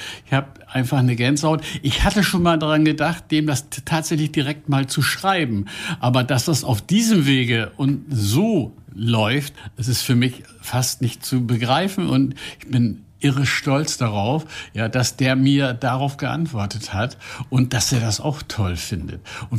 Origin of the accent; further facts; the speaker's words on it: Bremerhaven, Bremen, Germany; born there; früher in Bremerhaven in meiner Geburtsstadt